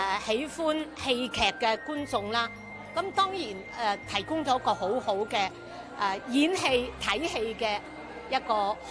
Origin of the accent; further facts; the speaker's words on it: Guangzhou, Guangdong, China; 我哋廣州人，我哋廣東人。